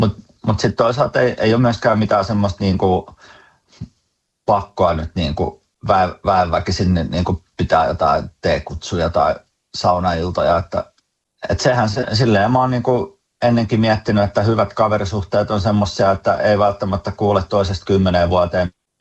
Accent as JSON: {"language": "Finnish", "region": "Tavastia", "country": "Finland", "said": "se on jotain semmoista niin kuin hämäläisyyttä, että ei niin jotenkin leuhoteta kotikulmilla"}